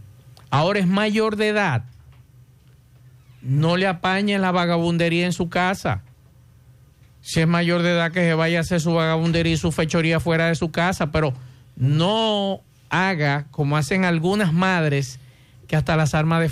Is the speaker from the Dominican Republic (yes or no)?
yes; Santo Domingo, Distrito Nacional, Dominican Republic; en mi barrio donde me crié, en el Ensanche La Fe